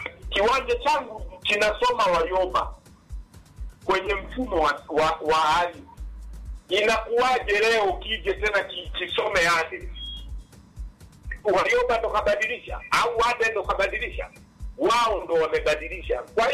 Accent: Musoma, Mara, Tanzania; mimi natoka Msoma, najua tochi ya Bunda iko baridi.

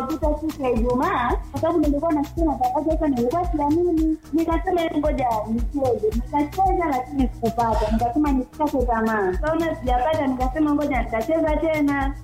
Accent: Kihesa, Iringa, Tanzania; Natokea Kihesa.

